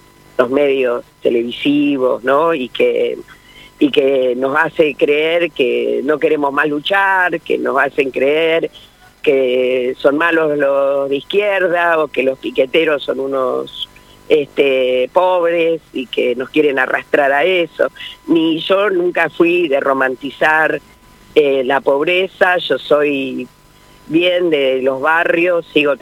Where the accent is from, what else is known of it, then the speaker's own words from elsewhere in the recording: Argentina; yo me crié en Villa Constructora, un país, siempre lo digo, de tanos y gallegos y de españoles